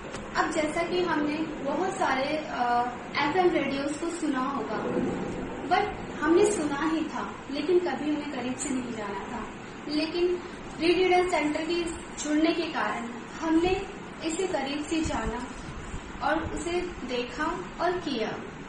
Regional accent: Delhi, India; और मैं दिल्ली से हूँ।

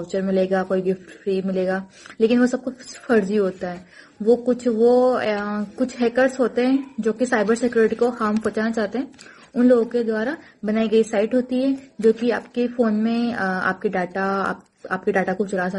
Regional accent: Bhanwargarh, Rajasthan, India; मैं भवरगढ़ 12 राजस्थान से हूँ।

